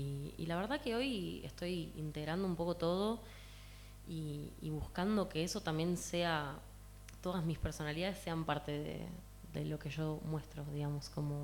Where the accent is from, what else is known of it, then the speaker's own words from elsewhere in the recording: Buenos Aires, Argentina; moved away as an adult; now in Buenos Aires western suburbs, Argentina; yo soy de Capital Federal, pero ahora estoy viviendo en zona oeste. Me escapé un poco del ruido de la ciudad.